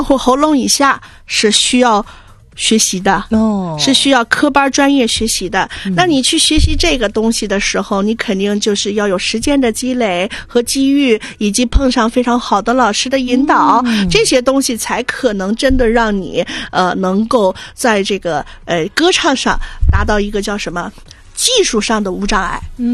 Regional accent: Northeast China, China; accent: Northeastern; 狗狗，我们东北话叫狗狗肉

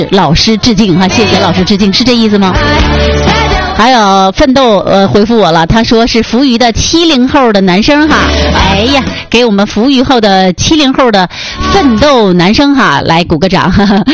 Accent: Northeast China, China; 我们东北人呢就是主打一个热情好客哈

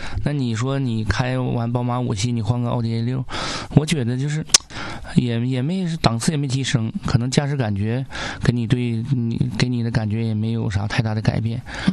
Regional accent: Northeast China, China; accent: Northeastern dialect; 用咱们东北话来讲

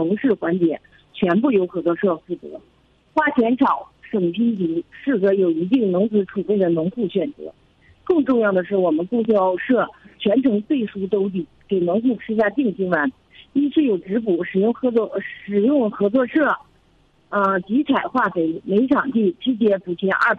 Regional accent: Northeast China, China; now in Changling, China

